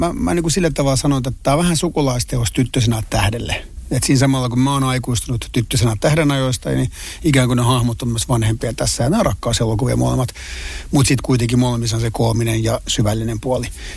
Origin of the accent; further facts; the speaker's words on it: Nurmijärvi, Uusimaa, Finland; No mä oon Nurmijärveltä